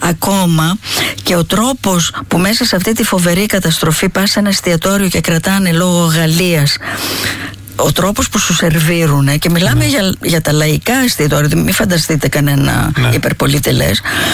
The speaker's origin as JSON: {"language": "Greek", "country": "Greece", "said": "Και σαν Ελληνίδα και σαν γυναίκα."}